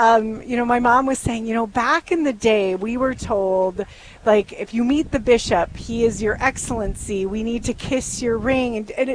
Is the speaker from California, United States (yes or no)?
no; North Dakota, United States; now in Fargo, United States; I was born and raised in North Dakota, central North Dakota, but I lived in Fargo for over 30 years now.